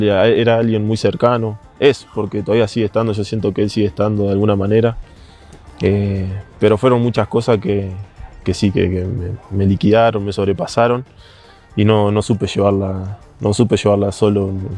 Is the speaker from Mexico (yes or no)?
no; Uruguay; moved away as an adult; quería quedarme en mi país, quería quedarme en Uruguay